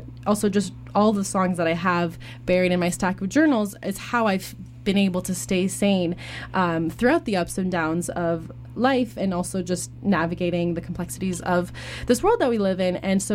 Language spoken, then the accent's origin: English; Canada; also born or lived in Belgium; I'm French speaking, but I'm Belgian Canadian.